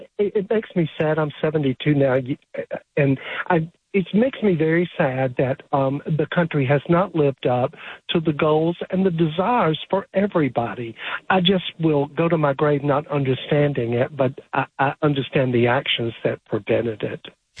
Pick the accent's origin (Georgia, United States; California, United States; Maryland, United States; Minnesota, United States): Georgia, United States; Columbus; I grew up in Columbus, Georgia, but moved to Atlanta after college.